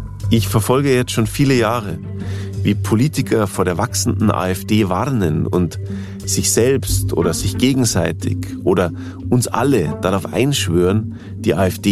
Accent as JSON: {"language": "German", "town": "Ingolstadt", "region": "Bavaria", "country": "Germany", "said": "Ich komme, wie gesagt, aus Bayern, aus Ingolstadt, das hört man vielleicht auch."}